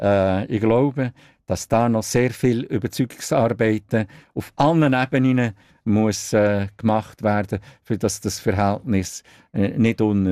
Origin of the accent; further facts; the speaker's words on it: Switzerland; Also das Journalistische ist in Italien in diesem Fall ganz anders als bei uns in der Schweiz.